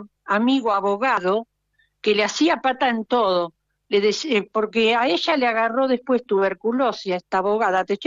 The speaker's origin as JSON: {"language": "Spanish", "region": "Buenos Aires", "country": "Argentina", "tie": "born there", "moved": "yes", "lives_now": "Ramos Mejía, Argentina", "said": "yo nací en ese límite entre Paternal y Villa del Parque."}